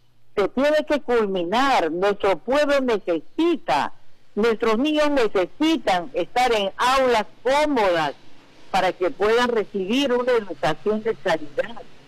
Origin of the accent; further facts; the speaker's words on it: Peru; porque todos somos peruanos